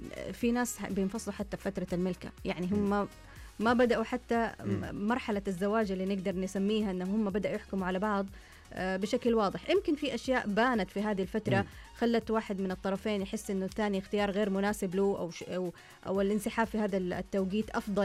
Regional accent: Saudi Arabia; عندنا في السعودية

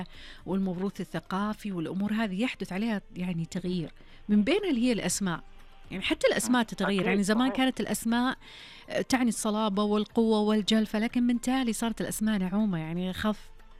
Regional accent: Saudi Arabia; ترى من أكثر الأمور اللي تخصص لها ميزانية عندنا في السعودية التعليم والصحة

